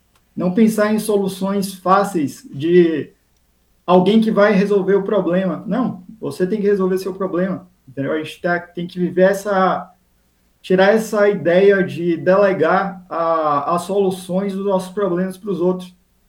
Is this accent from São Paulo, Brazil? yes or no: no; Salvador, Bahia, Brazil; eu sou de Salvador, Bahia.